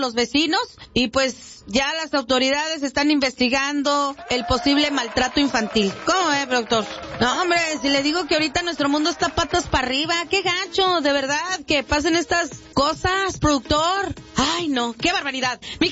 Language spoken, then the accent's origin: Spanish; Zacatecas, Mexico; esto es en mi tierra natal, por ahí en Zacatecas, en el Orito, Zacatecas.